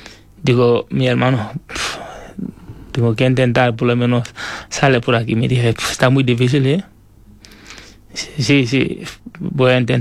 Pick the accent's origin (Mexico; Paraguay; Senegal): Senegal; first language Wolof; Spanish is a second language; moved away as an adult; also born or lived in Dakar, Senegal; now in Petrer, Spain; En Senegal. Uh-huh. Un pueblo que se llama Refan Gogo. Un pueblo muy pequeño, está en el sur. Allí nací yo.